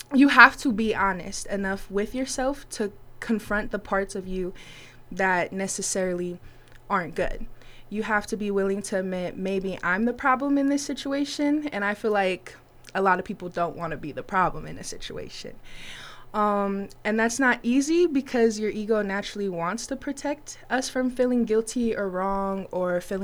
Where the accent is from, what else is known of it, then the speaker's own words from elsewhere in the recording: Chicago, Illinois, United States; now in Caldwell, United States; I'm originally from Chicago, but right now I reside in Caldwell.